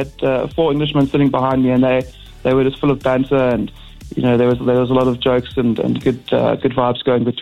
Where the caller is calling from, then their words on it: Cape Town, Western Cape, South Africa; I'm from Cape Town.